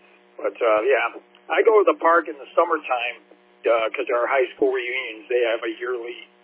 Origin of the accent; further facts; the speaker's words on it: St. Clair Shores, Michigan, United States; moved away; St. Clair Shores still rocks, in my opinion. It was my hometown.